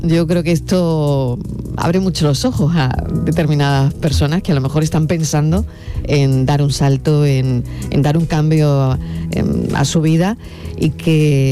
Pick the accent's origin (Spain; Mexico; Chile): Spain; Andalusia; accent: Andalusian; Yo quiero mirar el festival también, pero con nuestro acento andaluz